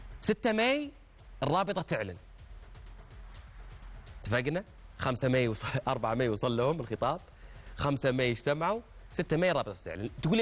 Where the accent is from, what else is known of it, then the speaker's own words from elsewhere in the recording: Saudi Arabia; عندنا في المملكة العربية السعودية